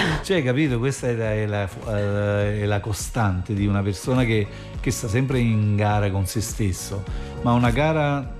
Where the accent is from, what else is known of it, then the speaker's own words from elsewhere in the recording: Naples, Campania, Italy; ma io vengo dall'Arenaccia, ma sicuro che sono io.